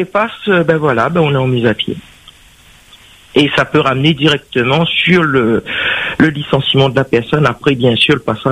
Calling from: Nancy, Grand Est, France; Moi, je suis de Nancy exactement.

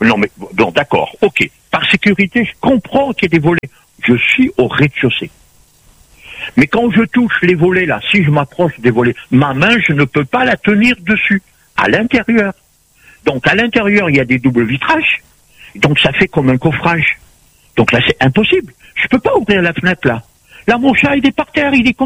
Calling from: Antony, Île-de-France, France; J'habite à Antony.

